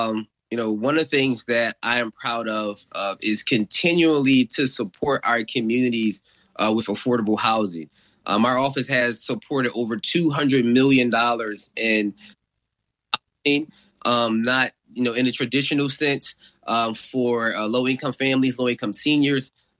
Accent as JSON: {"language": "English", "town": "Philadelphia", "region": "Pennsylvania", "country": "United States", "tie": "born or raised there", "said": "I'm someone who grew up here in Philly, born and raised here in Philly. Both parents from North Philly. My grandmom lived in Johnson Homes for over 50 years. That's where I was raised. I was raised in Johnson Homes."}